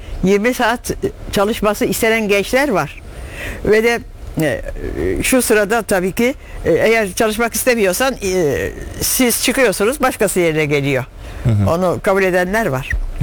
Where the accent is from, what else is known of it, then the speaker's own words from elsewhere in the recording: Harput, Elazığ, Turkey; Ben Elazığlıyım, Harputluyuz biz. Oradan bir şey söyleyeyim de.